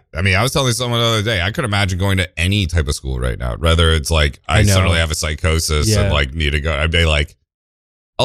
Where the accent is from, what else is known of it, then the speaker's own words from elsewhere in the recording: Westchester, New York, United States; I'm from Westchester too.